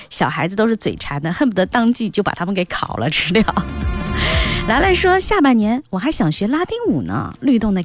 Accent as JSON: {"language": "Chinese", "town": "Nanjing", "region": "Jiangsu", "country": "China", "tie": "born there", "said": "小时候还跟同学一起在紫金山下过雨的小溪里面搬大石头"}